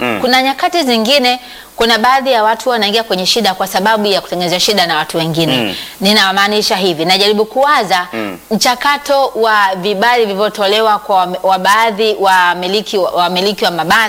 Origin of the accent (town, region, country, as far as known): Mbeya, Tanzania; born or raised there